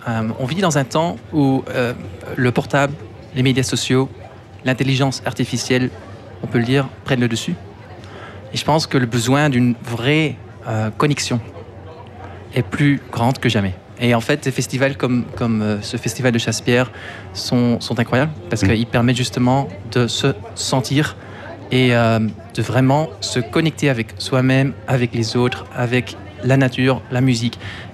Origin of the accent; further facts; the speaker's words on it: Flanders, Belgium; also born or lived in Liège; Moi, je suis né à Liège. Oui. Mais j'ai grandi en Flandre. On vient tous du même village, dans le Labourg du Nord.